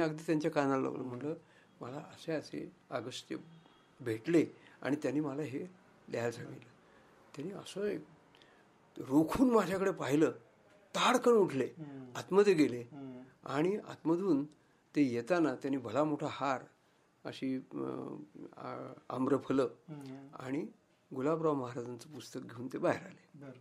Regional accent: Akola, Maharashtra, India; born there

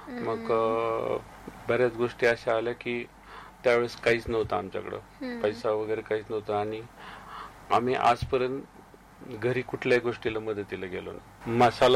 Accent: Georai, Maharashtra, India; moved away as an adult; now in Ahmednagar, India; माझं बालपण बीड मध्ये गेलेलं आहे. मी बीड जिल्ह्यातला आहे, गेवराई तालुक्यामध्ये मी माझं बालपण गेलेलं आहे.

